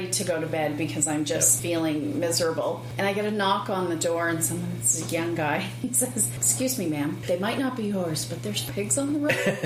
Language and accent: English; Brampton, Ontario, Canada; also born or lived in Newfoundland; I'm a city girl. I'm from Newfoundland, but I was raised in Ontario in Brampton, almost downtown Brampton.